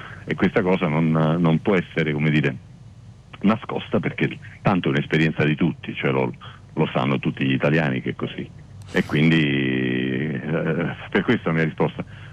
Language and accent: Italian; Naples, Campania, Italy; io sono napoletano di origine, c'è un bellissimo proverbio che afferma